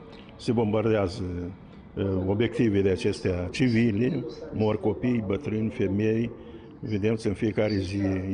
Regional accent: Moldova; noi, ca basarabeni, să trăim și în spațiul nostru etnic de formare, în cadrul României întregite

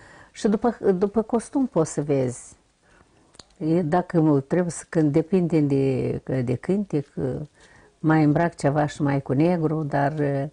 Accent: Manta, Cahul District, Moldova; Eu țin minte că noi ne sculam la 3 noaptea, amândouă, și ne duceam pe jos, de la Manta la Cahul, 14 kilometri, prin Glot

